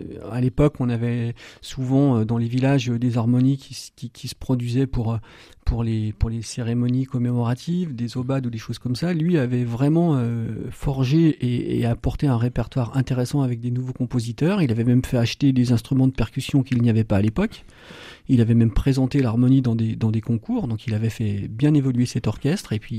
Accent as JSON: {"language": "French", "town": "Ambérieu-en-Bugey", "region": "Auvergne-Rhône-Alpes", "country": "France", "tie": "born or raised there", "said": "je suis originaire du département de l'Ain, plus précisément à Ambérieu-en-Bugey"}